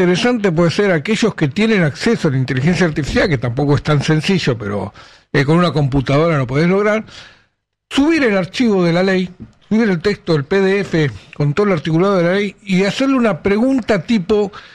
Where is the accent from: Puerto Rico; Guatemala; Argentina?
Argentina; porque yo no soy un anti-argentino, porque yo soy un argentino de bien